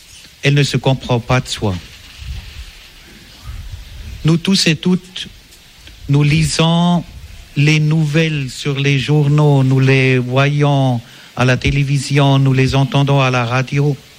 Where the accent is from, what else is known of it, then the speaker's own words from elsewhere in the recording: Switzerland; en rentrant chez nous, en Suisse.